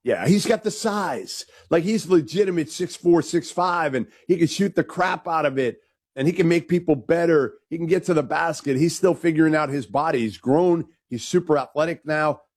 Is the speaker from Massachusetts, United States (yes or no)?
yes; Boston, Massachusetts, United States; I've just known these two long enough, growing up in Boston, being around Danny every draft